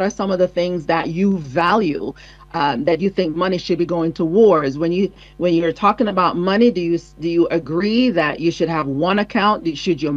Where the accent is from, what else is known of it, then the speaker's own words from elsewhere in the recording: Jamaica; I'm Jamaican